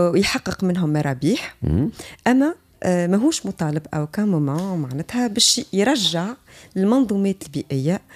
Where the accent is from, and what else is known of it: Tunisia